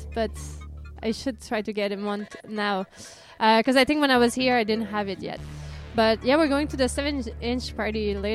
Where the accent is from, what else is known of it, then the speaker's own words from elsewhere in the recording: Montreal, Quebec, Canada; now in Lisbon, Portugal; I'm from Montreal originally.